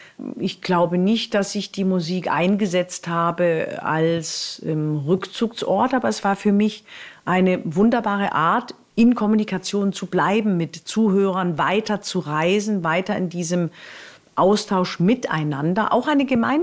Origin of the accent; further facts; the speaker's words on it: Romania; die ich in Rumänien aufgebaut habe, mit den Häusern für Menschen mit besonderen Bedürfnissen in meiner Heimatstadt